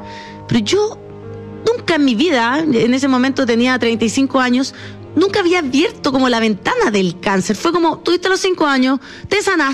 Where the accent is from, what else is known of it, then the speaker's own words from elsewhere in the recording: Chile; moved away as an adult; also born or lived in Netherlands; Yo soy croata y alemana, pero fui criada como en Rasuri, completamente chilena.